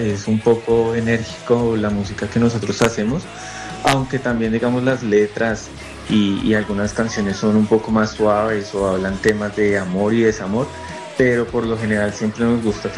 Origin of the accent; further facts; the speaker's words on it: Colombia; no solo como colombianos, sino como latinos